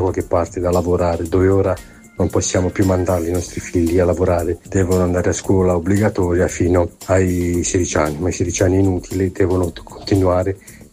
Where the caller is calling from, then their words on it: Molfetta, Apulia, Italy; da Molfetta